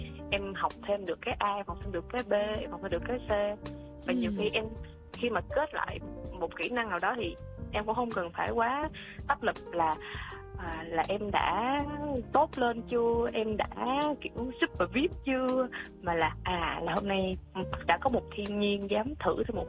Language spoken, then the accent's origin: Vietnamese; Ho Chi Minh City, Vietnam; Tại vì bản thân em là em sinh ra và lớn lên ở thành phố Hồ Chí Minh luôn.